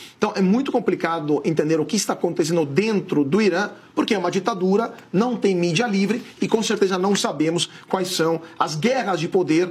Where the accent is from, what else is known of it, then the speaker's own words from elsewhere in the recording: Italy; now in Brazil; enquanto brasileiro, enquanto italiano